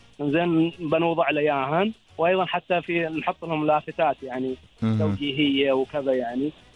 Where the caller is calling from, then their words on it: Muscat, Muscat Governorate, Oman; والله حاليا من مسقط